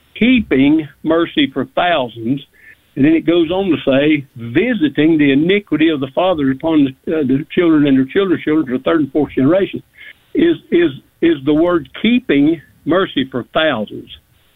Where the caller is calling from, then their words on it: Connelly Springs, North Carolina, United States; from Conley Springs, North Carolina.